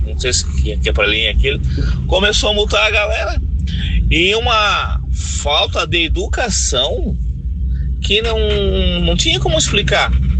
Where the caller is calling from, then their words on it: Balneário Camboriú, Santa Catarina, Brazil; de Balneário Camboriú.